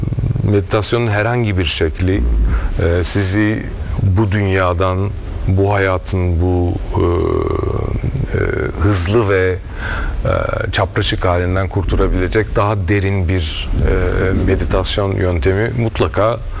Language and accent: Turkish; Aegean Region, Turkey; also born or lived in Milas, Turkey / İzmir, Turkey; now in Bodrum, Turkey; Ege'li gibi hissediyorum kendimi gerçekten. Çünkü ortaokulu ve üniversiteyi İzmir'de okudum. Milas'ta doğdum. Artık Bodrum'da yaşıyoruz. Ama hep Ege oldu hayatımda.